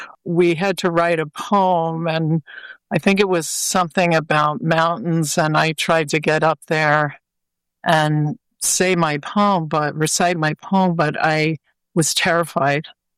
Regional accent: Staten Island, New York, United States; I grew up on Staten Island, so that was a New York station at the time.

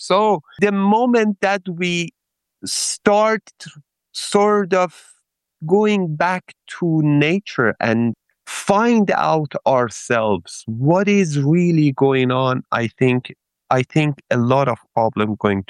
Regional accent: Iran; English is a second language

